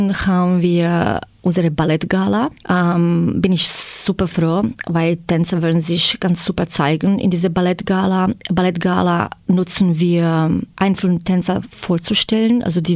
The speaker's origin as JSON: {"language": "German", "town": "Zagreb", "region": "City of Zagreb", "country": "Croatia", "tie": "born or raised there", "second_language": "German", "moved": "as an adult", "lives_now": "Germany", "said": "Okay, ich komme aus Kroatien, in Zagreb geboren. Und ja, hier zugezogen in August, vor einem Monat jetzt."}